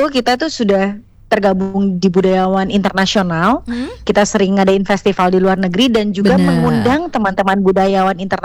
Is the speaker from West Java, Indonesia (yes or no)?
yes; Bandung, West Java, Indonesia; Kita kan orang Bandung.